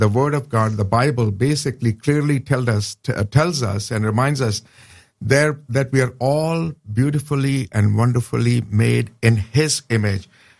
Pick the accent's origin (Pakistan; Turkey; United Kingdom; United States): Pakistan; Sure. Born and raised in Pakistan. My dad was a former Muslim, studied there, served there, studied in South Korea, and then the U.S.